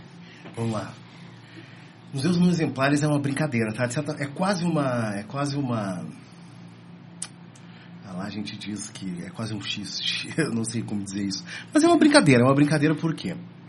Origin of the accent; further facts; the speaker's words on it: Rio Grande do Sul, Brazil; moved away; lá de onde eu venho, que são os museus comunitários, museus de comunidade, de comunidades rurais. No Rio Grande do Sul a gente tem muitas comunidades rurais